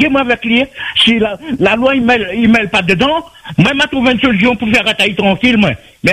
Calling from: La Plaine-des-Palmistes, Réunion

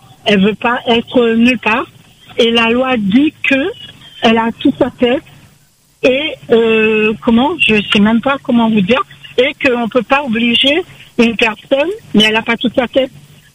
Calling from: Saint-Leu, Réunion; J'habite à Saint-Leu.

